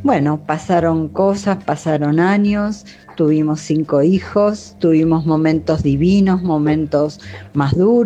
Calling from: Lanús, Buenos Aires Province, Argentina; desde Lanús.

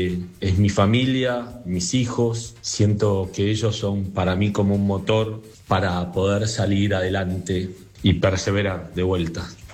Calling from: Buenos Aires, Argentina; de Flores.

